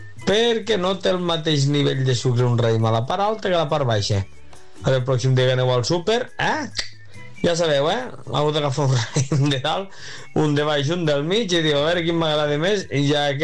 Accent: Almenar, Catalonia, Spain; Mira, nosaltres enguany hem tingut festa major, que jo sóc d'Almenar, i cada any és el tercer cap de setmana de setembre

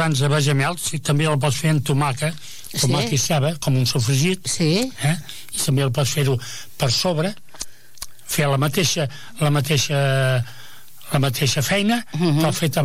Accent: Sils, Catalonia, Spain; born there; com era Sils, a casa de la meva mare

